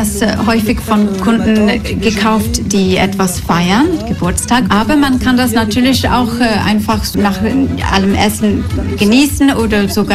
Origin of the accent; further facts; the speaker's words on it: England, United Kingdom; German is a second language; now in Antibes, France; Ich bin ursprünglich aus England, aber es gefällt mir sehr, hier in Südfrankreich zu wohnen, besonders in Antibes